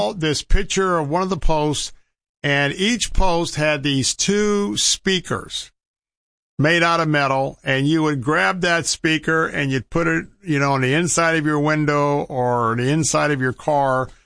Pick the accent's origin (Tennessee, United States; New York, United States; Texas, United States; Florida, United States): Florida, United States; Tampa; I was born and raised in Tampa. I'm very, very aware of our traffic increases.